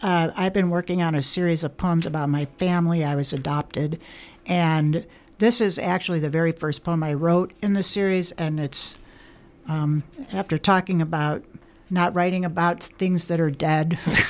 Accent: Canada; born there; Her mother, my grandmother, sent her to Montreal because I was born in Canada, knew it was a girl.

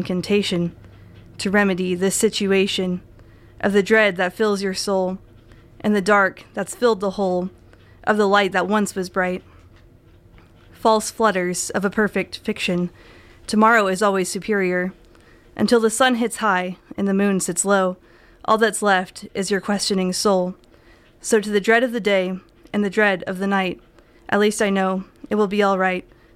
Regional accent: Midwest, United States; I grew up in the Midwest

